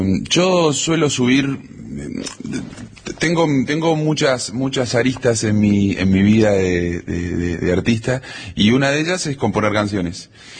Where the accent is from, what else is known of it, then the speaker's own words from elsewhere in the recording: Cutralcó, Neuquén, Argentina; now in Buenos Aires, Argentina; Yo soy de Cutralcó, Neuquén. Muy folclórico.